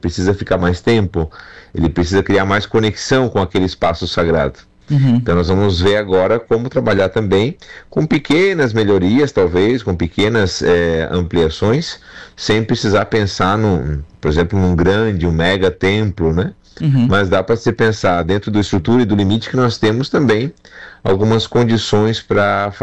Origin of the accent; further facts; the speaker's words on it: Turvo, Santa Catarina, Brazil; sou nascido em Turvo, sou de família de Turvo, então somos vizinhos praticamente de geografia.